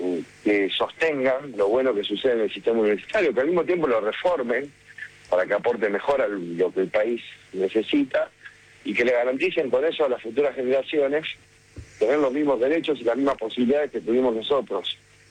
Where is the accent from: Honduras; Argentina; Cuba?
Argentina